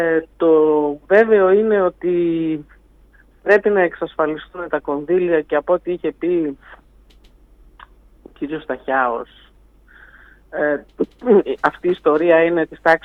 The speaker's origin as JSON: {"language": "Greek", "town": "Thessaloniki", "region": "Central Macedonia", "country": "Greece", "said": "σαν Θεσσαλονικιά"}